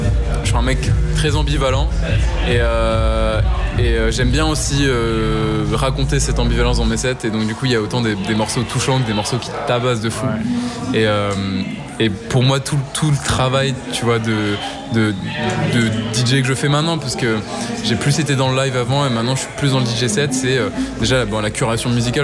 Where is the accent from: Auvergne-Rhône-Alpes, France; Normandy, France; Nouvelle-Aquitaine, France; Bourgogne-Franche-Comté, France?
Normandy, France; Rouen; Dans ma ville natale à Rouen.